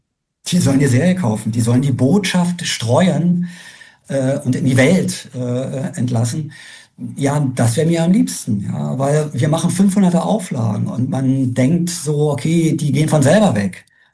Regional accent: Berlin, Germany; dass ich als Berliner, wie viele andere, auch ziemlich arrogant war, was den Rest der Republik betraf.

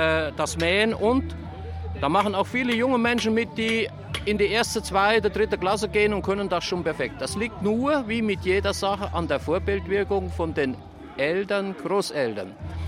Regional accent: Trusetal, Thuringia, Germany; Ich komme aus Drusetal

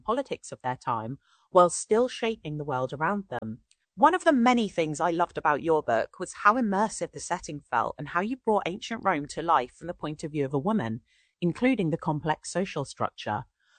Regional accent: Portsmouth, South East England, United Kingdom; I'm from Portsmouth in the UK.

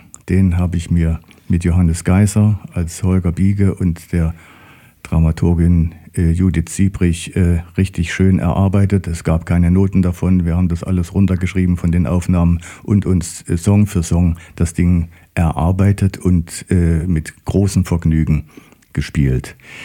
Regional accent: Erfurt, Thuringia, Germany; Okay, also einen großen Teil meiner Kindheit und meiner Jugend habe ich in Erfurt verlebt.

